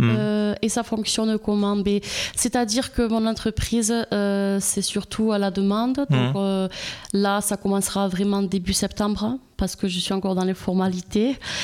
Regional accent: Daumazan-sur-Arize, Occitanie, France; moved away; donc du coup je viens d'Ariège, de Domazan-sur-Arize. Voilà, j'ai grandi là-bas avec mes parents, famille nombreuse.

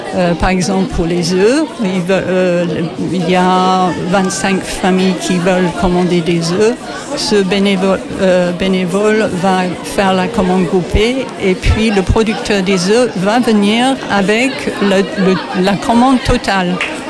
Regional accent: England, United Kingdom; French is a second language; now in France; moi en tant qu'anglaise d'origine

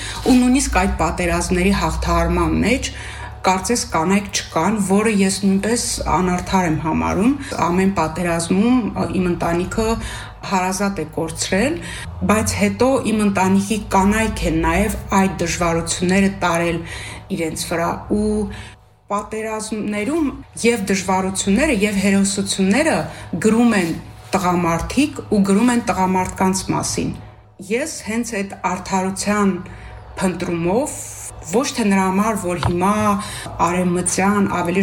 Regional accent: Sos, Nagorno-Karabakh, Azerbaijan; ծնվել ու մեծացել եմ Արցախի ամենասիրուն անկյուններից մեկում, Ամարաս վանքի մոտակայքում է մեր գյուղը, Սոս գյուղ, մինչև կրթություն ստանալս ապրել եմ գյուղում։

